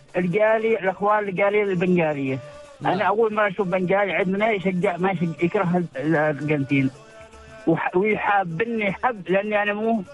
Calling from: Oman; احنا عمانيين

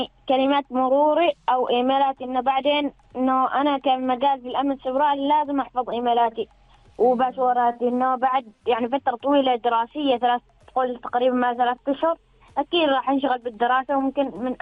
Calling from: Samail, Ad Dakhiliyah, Oman; من سمائل.

